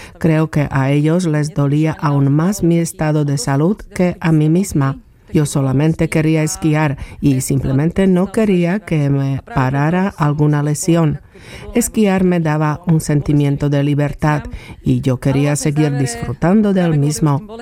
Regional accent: southern Slovakia, Slovakia; Otro factor es el hecho de que provengo del sur de Eslovaquia y aunque no se trata de una tierra plana, tampoco es montañosa y en mi familia tampoco se esquiaba.

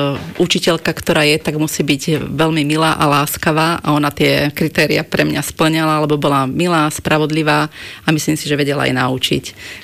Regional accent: Banská Bystrica Region, Slovakia; pochádzam z Horehronia. Tam bola v podstate veľká nezamestnanosť, všetky podniky boli pozatvárané

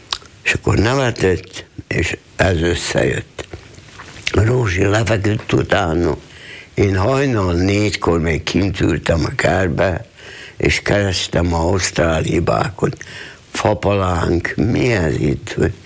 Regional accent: Hungary; now in Australia; Frau Lurz azt mondta, én csehszlovák vagyok. Ha mondtam, egy maradna tévedés, én magyar vagyok.

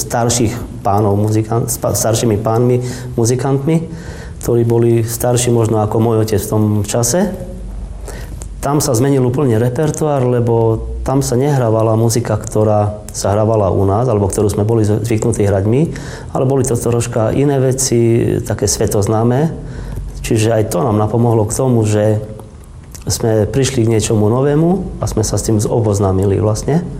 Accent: Košice, Košice Region, Slovakia; tam ten život v Prahe bol troška inakší ako u nás v Košiciach.

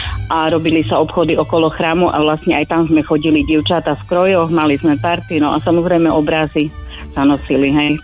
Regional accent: Tichý Potok, Prešov Region, Slovakia; keď som bola ako dievča, tak sme nosili kroje u nás v Tichom potoku

